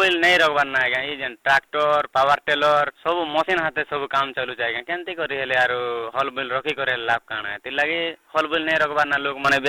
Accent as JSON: {"language": "Odia", "town": "Durduri", "region": "Odisha", "country": "India", "tie": "born or raised there", "said": "ମୋର ଗାଁ ହେଲା ଦୁରଦୁରି ଆଜ୍ଞା। ମୋର ପଞ୍ଚାୟତ ହେଲା ଦ୍ୱାରସୁନି"}